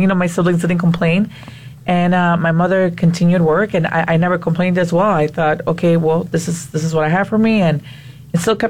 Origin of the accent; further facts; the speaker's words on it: Chicago, Illinois, United States; So I was born and raised in the Chicago neighborhood of Little Village.